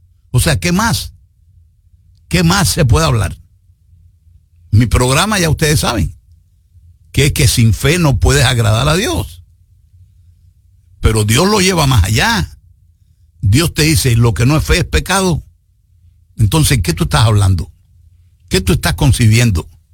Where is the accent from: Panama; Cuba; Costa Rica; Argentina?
Cuba; born there; moved away; en mi tierra donde yo nací, llegó un chacal ahí en el año 1959 y acabó con ese país.